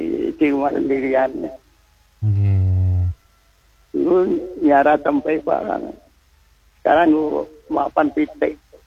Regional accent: Nagan, Special Region of Yogyakarta, Indonesia; Kan saya aslinya Nagan karena asli saya itu.

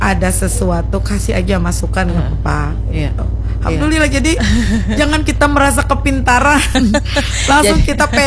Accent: Banjar, South Kalimantan, Indonesia; Aku orang Banjar

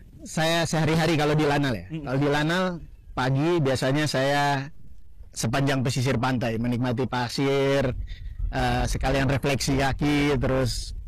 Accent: Serui, Papua, Indonesia; saya besarnya di kota Serui dan saya termasuk anak pesisir juga, hidup di pinggir pantai.

